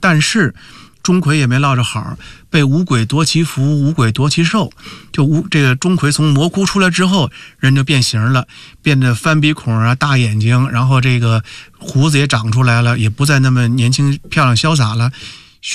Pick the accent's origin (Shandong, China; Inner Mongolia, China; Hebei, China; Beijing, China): Beijing, China; 我们北京话叫杂巴凑在一块儿